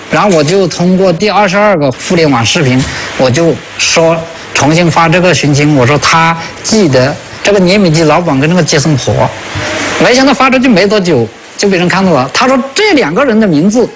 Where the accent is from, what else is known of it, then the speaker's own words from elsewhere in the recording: Hunan, China; 我们是湖南人